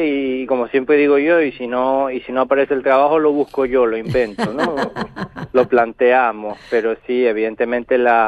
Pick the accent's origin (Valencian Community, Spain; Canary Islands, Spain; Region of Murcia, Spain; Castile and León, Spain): Canary Islands, Spain; accent: Canarian; La gente siempre me dice, ay, me encanta porque hablas todavía de manera canaria. Digo, si no hablamos nosotros de manera canaria